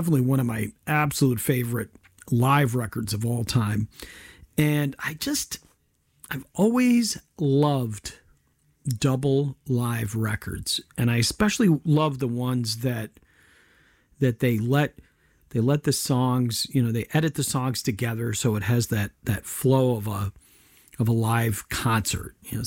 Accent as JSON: {"language": "English", "town": "Rochester", "region": "New York", "country": "United States", "accent": "Rochester", "said": "is that my Rochester accent coming up?"}